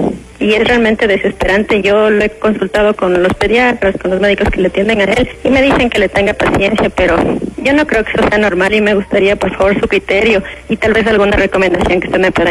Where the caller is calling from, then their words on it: Tumbaco, Pichincha, Ecuador; Estoy llamando de Tumbaco